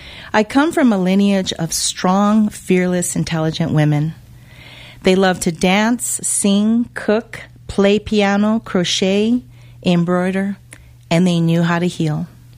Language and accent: English; Española, New Mexico, United States; born there; I was born in Española, New Mexico, July 11, 1965. I had many Navajo, Zuni, Laguna, Pueblo native friends.